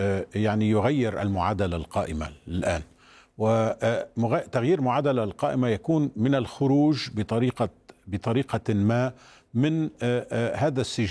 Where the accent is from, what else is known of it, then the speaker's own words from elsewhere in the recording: Lebanon; علينا أن نبادر كلبنانيين